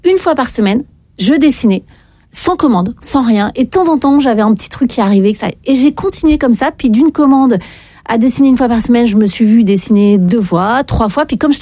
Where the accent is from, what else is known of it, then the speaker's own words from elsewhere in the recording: Paris, Île-de-France, France; moi je suis parisienne, on râle beaucoup, les gens sont pas sympas parfois dans le métro